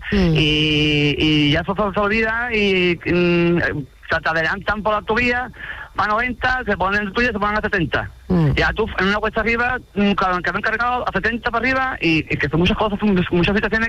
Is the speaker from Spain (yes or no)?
yes; Jerez de la Frontera, Andalusia, Spain; Yo soy de Jerez, claro. Yo trabajo en Jerez.